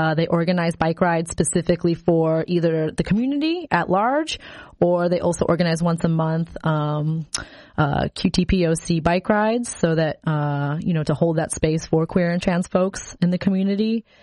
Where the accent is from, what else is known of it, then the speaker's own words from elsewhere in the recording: Chicago, Illinois, United States; also born or lived in Indiana, United States; Like I grew up in Chicago and we had moved to a rural, very rural town in Indiana.